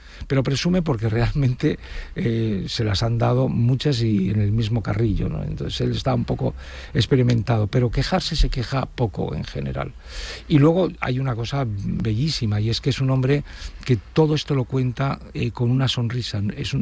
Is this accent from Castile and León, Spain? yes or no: yes; León, Castile and León, Spain; Yo soy poco de León también, ¿eh? Yo he sido de León, pero ahora quizás menos.